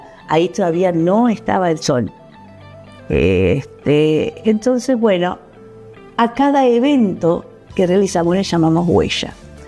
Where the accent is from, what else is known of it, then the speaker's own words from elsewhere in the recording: Canelones, Uruguay; es lo que somos los canarios, lo que hacemos los canarios.